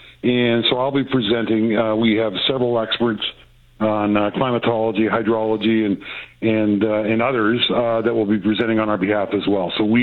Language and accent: English; Ontario, Canada; I grew up in the Niagara Peninsula. I still call it the fruit belt.